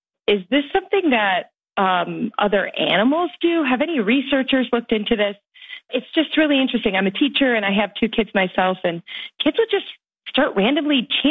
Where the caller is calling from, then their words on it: Managua, Nicaragua; And I am calling from Managua, Nicaragua.